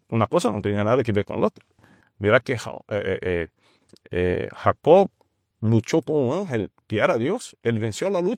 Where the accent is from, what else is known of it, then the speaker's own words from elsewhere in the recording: Brazil; Spanish is a second language; soy de Brasil.